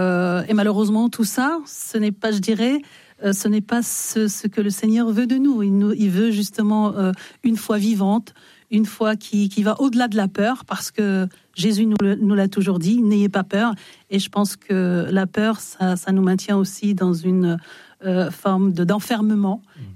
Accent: Algeria; Je suis originaire d'Algérie.

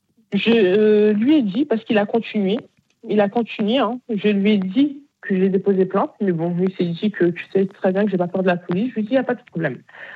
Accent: Bayonne, Nouvelle-Aquitaine, France; Parce que moi, je viens de Bayonne.

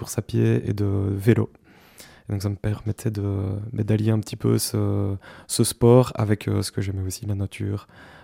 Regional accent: Dinant, Wallonia, Belgium; Alors moi, je proviens de la région de Dinan. Dans un petit village en pleine campagne, du petit village d'Awagne, à proximité donc de Dinan, effectivement.

